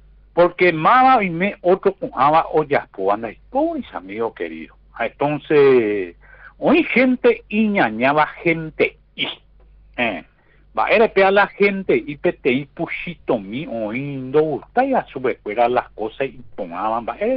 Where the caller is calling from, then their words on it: San Pedro, Paraguay; como santaniano, como sanpedrano, como paraguayo, como colorado.